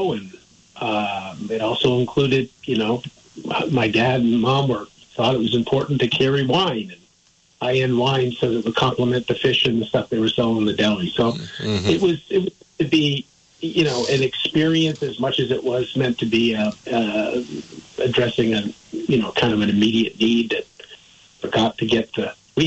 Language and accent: English; Vermont, United States; When I grew up in Vermont, I wanted to go to college in Vermont.